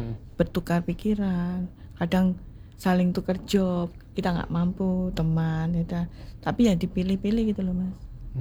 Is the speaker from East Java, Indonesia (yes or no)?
yes; Surabaya, East Java, Indonesia; Soalnya saya orang Surabaya gitu.